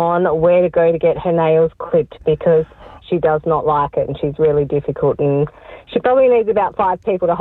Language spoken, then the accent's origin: English; Launceston, Tasmania, Australia; I grew up in Prospect Summer Hill, so it's a good area.